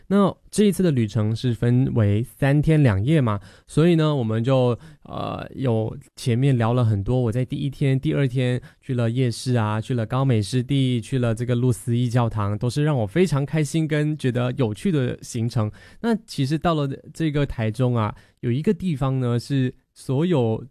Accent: Malaysia; 对于我们马来西亚人来说。新村是我们华人居住的一个地方

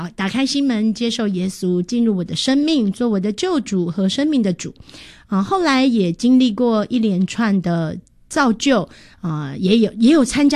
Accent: Taichung, Taiwan; 其实这些外国人他们在我们的家乡啊，这个台中县的东势镇、啊嗯、在这边现在称为台中市的东势区、

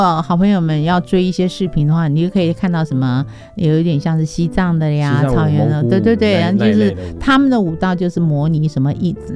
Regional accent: Taiwan

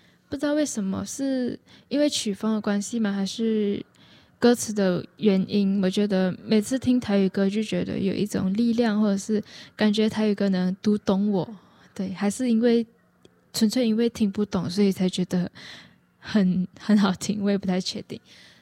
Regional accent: Malaysia; now in Taiwan

